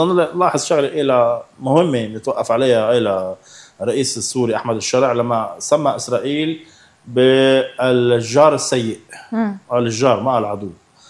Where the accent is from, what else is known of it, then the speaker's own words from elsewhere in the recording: Lebanon; بما خصنا نحن كلبنانيين